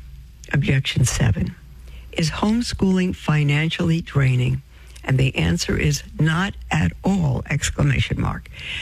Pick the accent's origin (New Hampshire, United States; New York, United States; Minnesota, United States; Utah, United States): New York, United States; Brooklyn; when we were growing up in Brooklyn, we got a list of books that we needed for the year in public school